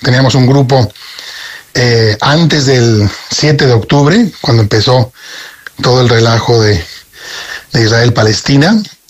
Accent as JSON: {"language": "Spanish", "country": "Spain", "moved": "yes", "lives_now": "Mérida, Mexico", "said": "Yo soy español, aunque vivo aquí en México."}